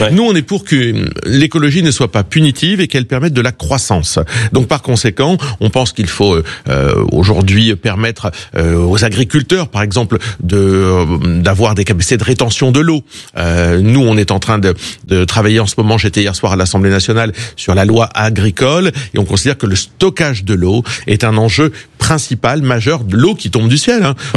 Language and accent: French; Hauts-de-France, France; born there; Je suis nordiste et picard de naissance